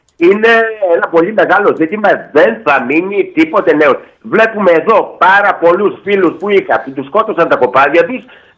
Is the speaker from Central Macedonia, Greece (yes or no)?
yes; Neos Skopos, Central Macedonia, Greece; Εγώ βλέπω εδώ στο χωριό μου, που ήταν ένα πολύ μεγάλο χωριό, γύρω στις 3.000.